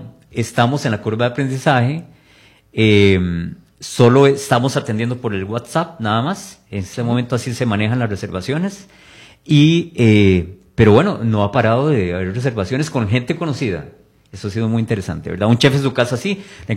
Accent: Costa Rica; nos damos cuenta de lo que hacemos los ticos

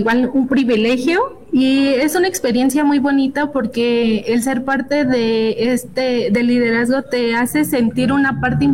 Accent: Mexico

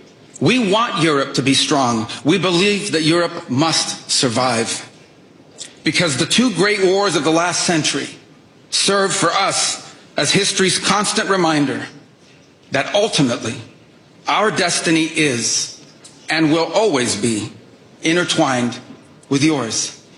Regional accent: United States; we Americans

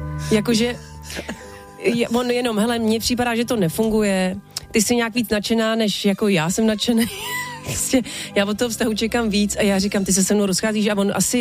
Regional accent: Prague, Czechia; já jsem vyrůstala sídliště Řepy v Praze.

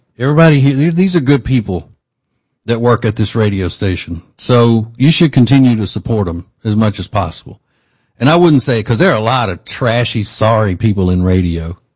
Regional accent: Louisiana, United States; born or raised there; moved away as an adult; now in Charlotte, United States

